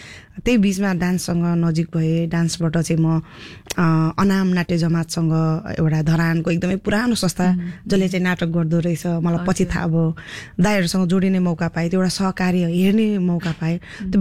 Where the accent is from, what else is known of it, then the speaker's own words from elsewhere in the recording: Dharan, Koshi Province, Nepal; म चाहिँ जन्मे हुर्केको चाहिँ धरान हो.